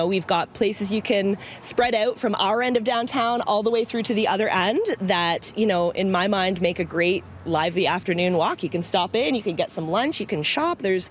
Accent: Ingersoll, Ontario, Canada; I grew up in Ingersoll and had a business in downtown Ingersoll, with my family did.

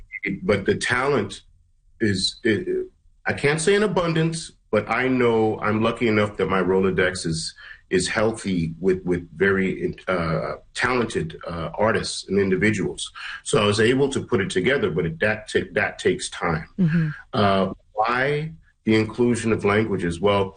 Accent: Guyana; I'm from Guyana, so my last name is … I'm mixed

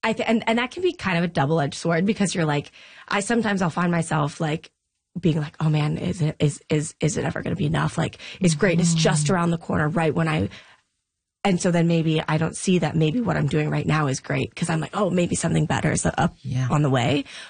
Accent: Vietnam; moved away; Especially from where I came from. Like, I'm from Vietnam. I'm adopted from Vietnam. And I was from a very rural, rural part of Vietnam, too.

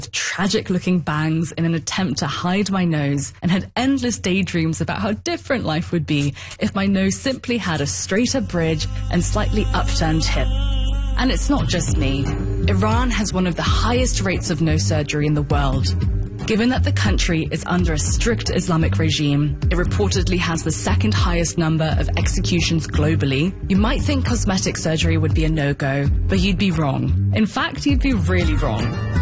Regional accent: England, United Kingdom; accent: British; now in Canada; Raised by loving Iranian parents who fled the Iranian Revolution, I grew up in England, eventually moving to Canada.

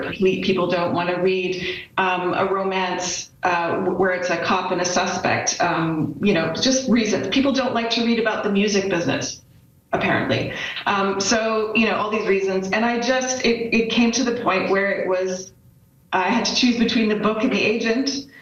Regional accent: Calgary, Alberta, Canada; I was born and raised in Calgary, but in some ways a born New Yorker.

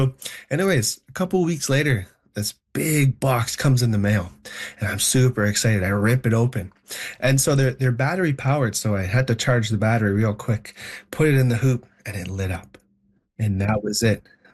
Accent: Ottawa, Ontario, Canada; we actually went back to the community where we grew up in Ottawa.

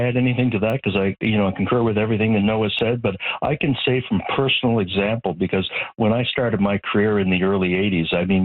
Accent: Nova Scotia, Canada; As you know, we're from Nova Scotia, Mi'kmaq, and we're at one end of the country, and Canada's a big place.

